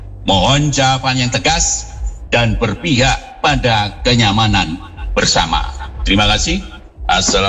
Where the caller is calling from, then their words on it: Malang, East Java, Indonesia; Saya warga Kota Malang